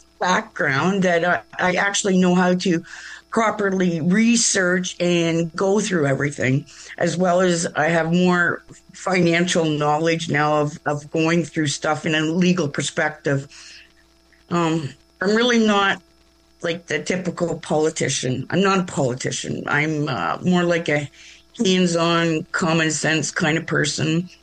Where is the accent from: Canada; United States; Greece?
Canada; Highlands East, Ontario; I have grown up here. I've been here in this area for 60 years. I'm a generational, you know, my mother and then my granddaddy and then his daddy. And we've been here for a long time.